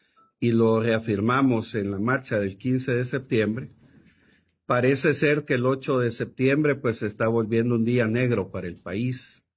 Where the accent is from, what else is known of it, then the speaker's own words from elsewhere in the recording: El Salvador; hay sentimientos encontrados como salvadoreños.